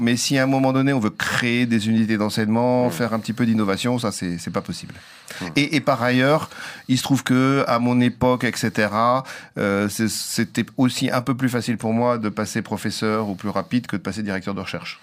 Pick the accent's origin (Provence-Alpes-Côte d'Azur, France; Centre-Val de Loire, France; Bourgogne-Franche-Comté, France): Centre-Val de Loire, France; Chartres; Donc c'est un parcours, je suis originaire de Chartres, donc lycée à Chartres